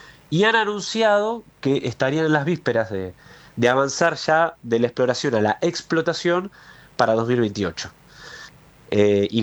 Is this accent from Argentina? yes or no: yes; Argentina; somos los argentinos de a pie lo que nos estamos defendiendo de un ataque deliberado